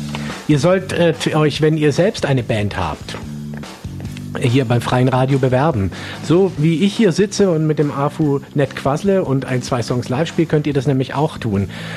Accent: Germany; Und es ist für mich vielleicht auch als Deutscher so, dass also deutsche Texte produzieren sehr, sehr klare und direkte Bilder und das ist sehr, sehr nah.

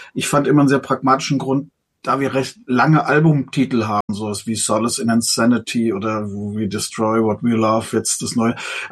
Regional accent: Frankfurt, Hesse, Germany; hab diverse Bands hier im Frankfurter Raum, wo ich herkomme und jetzt auch wieder bin, hier in der Frankfurter Szene

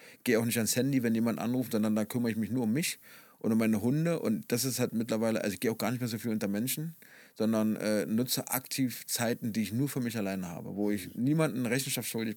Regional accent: Berlin, Germany; born or raised there

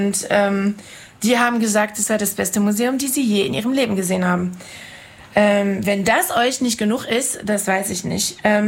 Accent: Cherbourg, Normandy, France; Interessanterweise meine Oma, meine französische Oma hat damals in Cherbourg gelebt. Wir sind aus Cherbourg und die Nazis haben die Population aus Cherbourg nach Caen gebracht

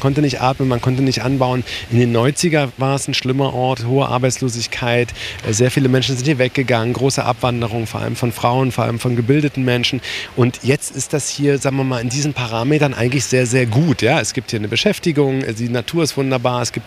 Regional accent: Saxony-Anhalt, Germany; born there; Also ich bin auch im Bezirk Magdeburg geboren und habe auch einen Bezug zu Sachsen-Anhalt, aber ich hätte nicht gesagt, dass das hier meine Heimat ist

